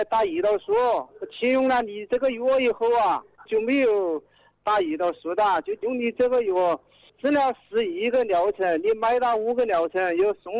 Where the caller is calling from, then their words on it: Yidu, Hubei, China; 我是湖北宜都的。